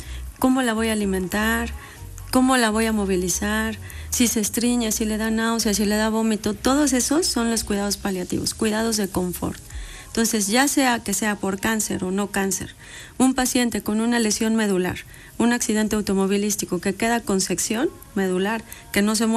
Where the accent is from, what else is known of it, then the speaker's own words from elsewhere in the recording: Puebla, Mexico; hace 10, 15 años también que llegamos a la ciudad de Puebla, nosotros somos poblanos